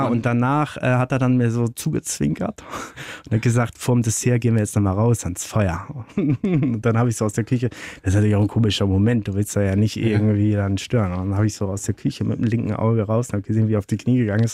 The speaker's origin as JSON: {"language": "German", "town": "Ellerdorf", "region": "Schleswig-Holstein", "country": "Germany", "tie": "born or raised there", "said": "Ja, genau. Mittelpunkt von Schleswig-Holstein, das Örtchen hieß Ellerdorf, da steckt das Dorf schon im Namen drin."}